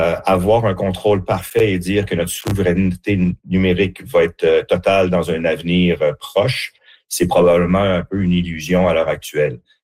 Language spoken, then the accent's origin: French; Canada; moi, en tant que Canadien